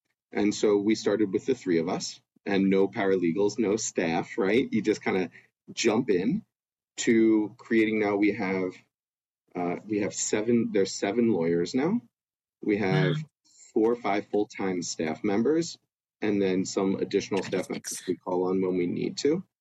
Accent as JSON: {"language": "English", "town": "Jenkintown", "region": "Pennsylvania", "country": "United States", "tie": "born or raised there", "said": "my hometown of Jenkintown, Pennsylvania"}